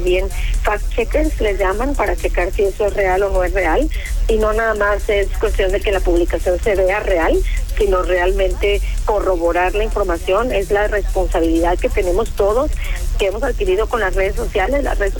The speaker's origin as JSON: {"language": "Spanish", "country": "Mexico", "said": "Es nuestra naturaleza como mexicanos siempre tratar de ayudar al hermano, tratar de responder."}